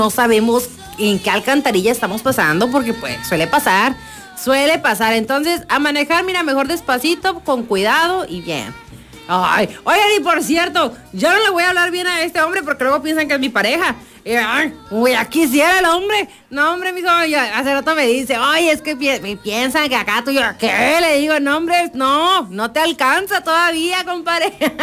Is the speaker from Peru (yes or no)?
no; Mexico; Eso es que, oye, somos mexicanos y no le tenemos fe a México.